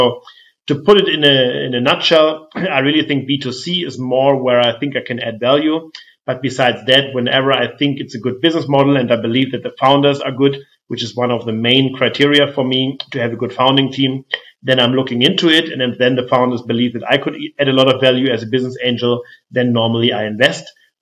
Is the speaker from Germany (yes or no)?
yes; Flensburg, Schleswig-Holstein, Germany; I come from Flensburg, northern Germany.